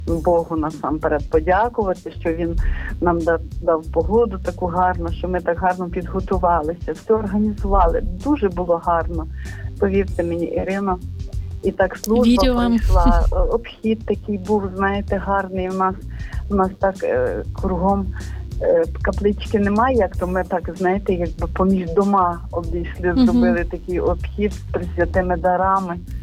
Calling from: Zhovteve, Khmelnytskyi Oblast, Ukraine; Я з Кам'янця-Подільського, село Жовтеве. Це по-старому називалося, Мукшинська.

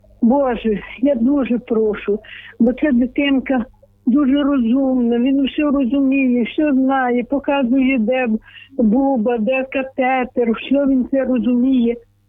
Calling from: Chernivtsi, Chernivtsi Oblast, Ukraine; Ми з Чернівців

